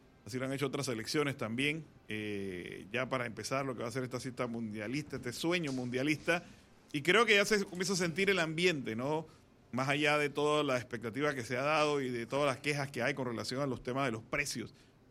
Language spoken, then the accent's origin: Spanish; Panama; nosotros, como claros panameños